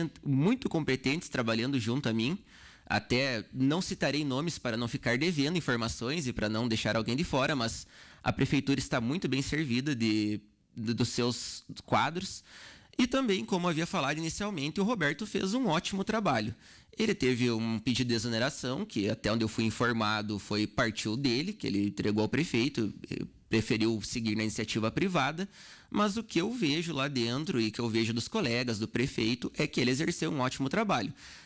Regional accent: Soledade, Rio Grande do Sul, Brazil; Sou natural de Soledade, estudei dos meus 6 anos até os 13 anos na Escola Eurípides da La Costa

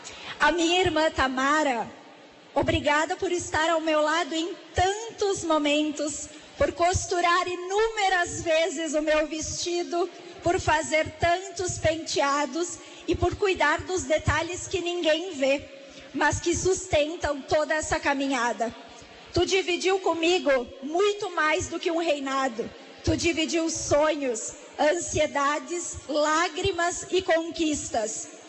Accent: Garibaldi, Rio Grande do Sul, Brazil

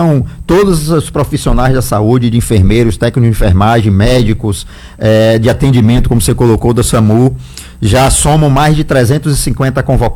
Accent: Ibirataia, Bahia, Brazil; moved away; Birataia, como sempre, uma cidade acolhedora. Eu costumo dizer que eu não sou nascido lá, mas eu sou de Birataia.

